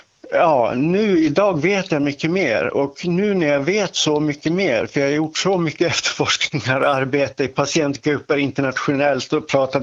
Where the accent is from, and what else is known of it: Dalarna County, Sweden; accent: Västerdalarna dialect